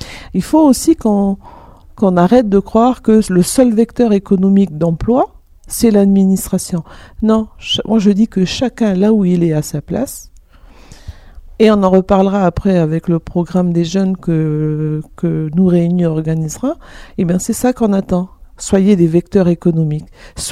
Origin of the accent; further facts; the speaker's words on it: Mont-Dore, South Province, New Caledonia; moi, je viens de la tribu de la Conception, donc la commune du Mont d'Or.